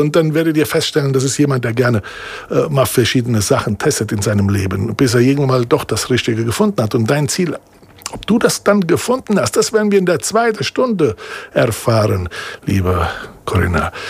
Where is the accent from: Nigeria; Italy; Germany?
Italy; bin auch Italiener